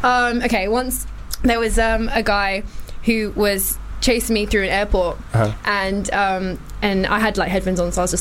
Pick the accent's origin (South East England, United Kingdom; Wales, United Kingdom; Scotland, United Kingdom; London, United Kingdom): London, United Kingdom; born there; I was born in Lewisham.